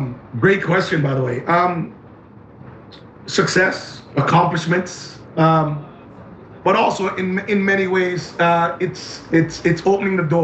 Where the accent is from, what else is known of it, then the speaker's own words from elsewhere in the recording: Canada; Yes, I live in Canada, I'm Canadian.